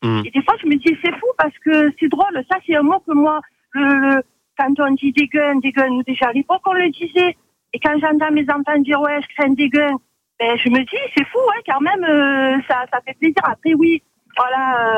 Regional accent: Marseille, Provence-Alpes-Côte d'Azur, France; born there; moi je suis née à Marseille, j'ai 54 ans, j'ai des enfants qui sont nés à Marseille.

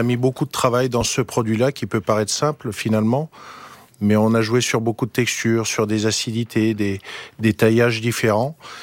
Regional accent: Lyon, Auvergne-Rhône-Alpes, France; Moi, je suis lyonnais.

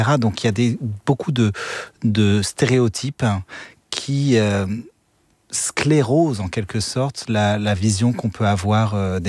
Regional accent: Fréjus, Provence-Alpes-Côte d'Azur, France; j'ai un moment Eureka en me baignant, en nageant dans la plage de mon enfance à Fréjus.

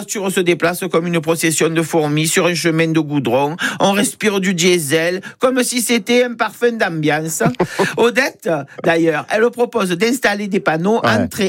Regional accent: Marseille, Provence-Alpes-Côte d'Azur, France; Moi, je fais ce que font les vrais Marseillais.

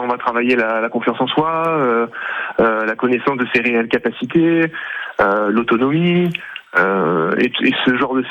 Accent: Yvetot, Normandy, France; moved away; moi je suis originaire de Normandie puisque je suis né à Ifto. Ma famille habite toujours à Ifto, soit ma mère, ma sœur. Et donc moi j'y retourne régulièrement.

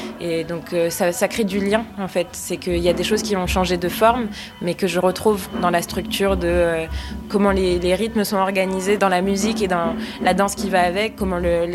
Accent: Martinique; now in Benin; c'est en Manya Vive, qui est traditionnelle de chez nous en Martinique. Et donc j'ai voulu observer la même chose dans les danses et dans les musiques traditionnelles ici au Bénin

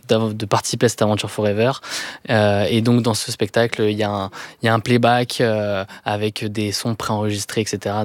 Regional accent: Auvergne-Rhône-Alpes, France; Eh bien, moi, je viens de l'Ardèche, à la base. Et comme quoi, il y a des choses un peu sympas qui sortent de l'Ardèche.

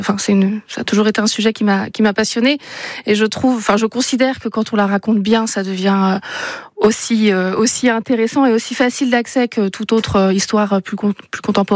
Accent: Laval, Pays de la Loire, France; now in Bayonne, France; De Laval même, j'ai grandi à Hilard.

